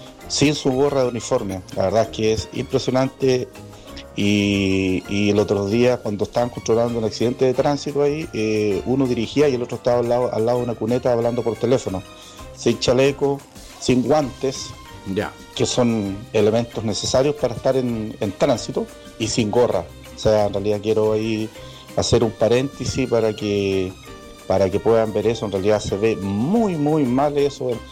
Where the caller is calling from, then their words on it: Los Lagos, Chile; Yo soy de Guagarría por Panitao.